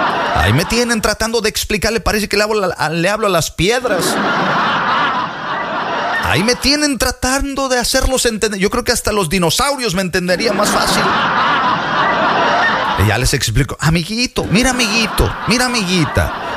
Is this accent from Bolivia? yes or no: no; Veracruz, Mexico; el América es de la Ciudad de México, son chilango, yo soy jarocho, no debería ir a la América